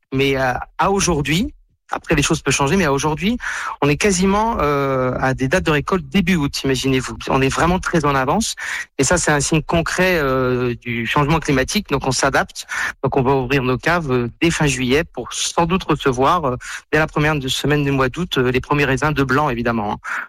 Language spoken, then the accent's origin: French; Nantes, Pays de la Loire, France; Non, je suis originaire de Nantes, mais tombé amoureux du Languedoc grâce au vin et grâce à la vigne dans les années 90.